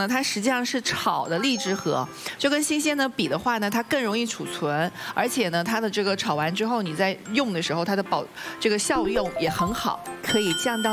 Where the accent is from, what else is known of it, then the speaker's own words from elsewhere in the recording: Guangdong, China; 我们广东人